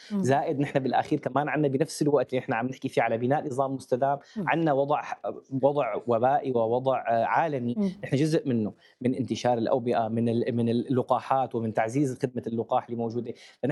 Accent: Syria; نحن كدولة سورية

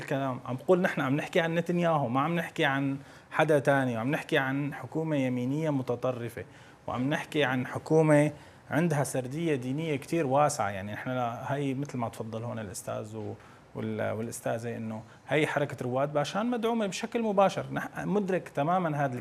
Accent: Syria; تسبب تبعات نحن كسوريين جميعا بغنى عنا.

